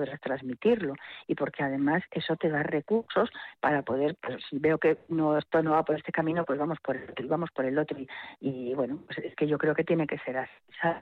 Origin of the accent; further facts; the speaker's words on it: Madrid, Community of Madrid, Spain; moved away; yo era bailarina ahí en Madrid, porque soy de Madrid